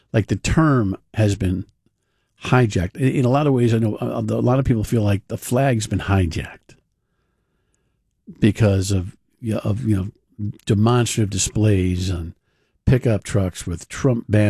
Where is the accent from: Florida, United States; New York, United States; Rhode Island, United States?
Rhode Island, United States; Cumberland; my hometown of Cumberland